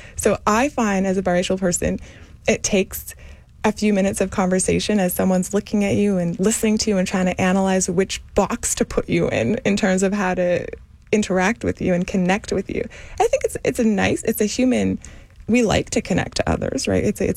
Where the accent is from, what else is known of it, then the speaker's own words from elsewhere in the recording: Canada; moved away as an adult; now in Houston, United States; I'm Canadian. So I moved here about 13 years ago now, 12 years.